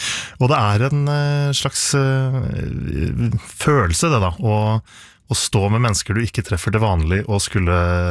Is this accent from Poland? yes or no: no; Iceland; now in Norway; som islending så tok jeg henne med til Island i fjor sommer